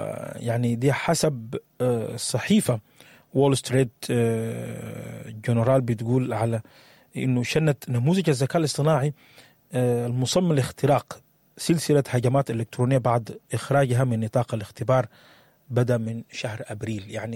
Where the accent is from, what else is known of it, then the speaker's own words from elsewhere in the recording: Sudan; لأنه إحنا بنعرف كسودانيين شنو لما يخش الموضوع قبيلتي وقبيلتك وكلام كتير،